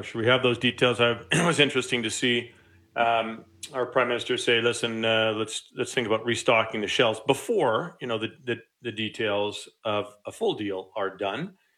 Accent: Alberta, Canada; Those bourbon drinkers certainly look forward to when I come from Alberta, bring them a bottle of bourbon to Ontario.

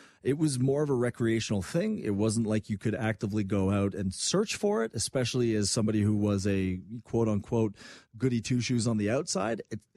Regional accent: Quebec, Canada; I mean, I grew up in Quebec. Smoking cigarettes was a thing. I mean, when I was in university, and maybe that was the French Canadian in me or the Quebec in me, I still would smoke when I drank alcohol

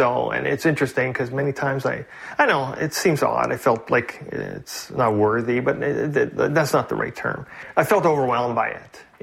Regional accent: Toronto, Ontario, Canada; I came from Weston, a tough, you know, inner-city working-class neighborhood. You know, lived in low-rent housing.

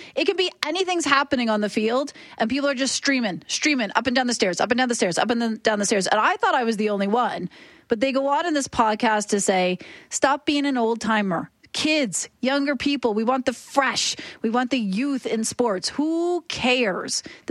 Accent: Ontario, Canada; I grew up when there was the Sky Dome because I grew up outside Toronto.

